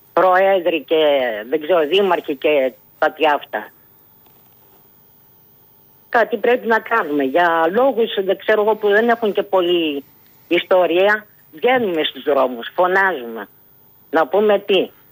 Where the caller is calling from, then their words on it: Thessaloniki, Central Macedonia, Greece; Εγώ κατάγομαι από τη Θεσσαλονίκη, από τη Βόρεια Ελλάδα.